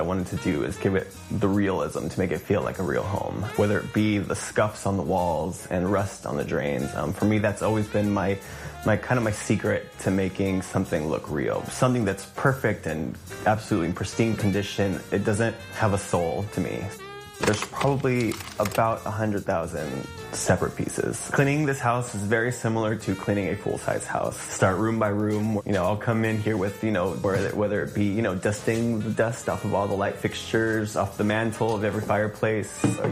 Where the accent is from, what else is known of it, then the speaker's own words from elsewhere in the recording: Alhambra, California, United States; Ever since I was a kid, growing up in Alhambra, it was always something that I saw all these different styles of architecture